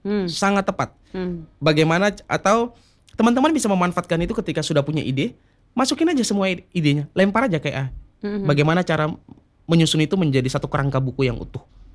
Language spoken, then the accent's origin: Indonesian; Maluku, Indonesia